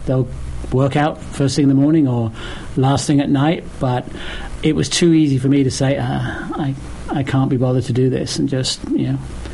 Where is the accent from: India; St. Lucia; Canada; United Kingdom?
United Kingdom; moved away as an adult; now in United States; Originally from the U.K., but when I came here, met my wife here, and we both worked locally in Norwell.